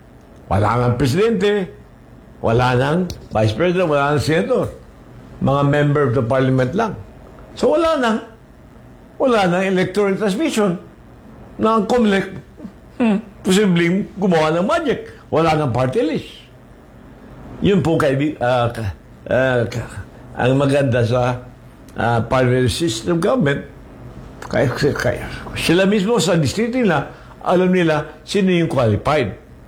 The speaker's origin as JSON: {"language": "Tagalog", "region": "Mindanao", "country": "Philippines", "said": "kami taga-Mindanao"}